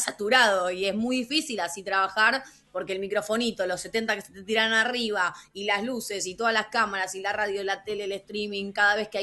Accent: Argentina

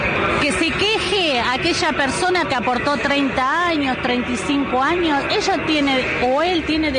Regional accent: Mar del Plata, Buenos Aires Province, Argentina; Yo soy jubilada de Mar del Plata.

